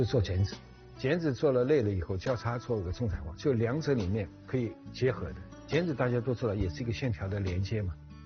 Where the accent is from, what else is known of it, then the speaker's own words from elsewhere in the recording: Shanghai, China; 我呢是一个海派文化的一个工作者，我就觉得作为一个上海人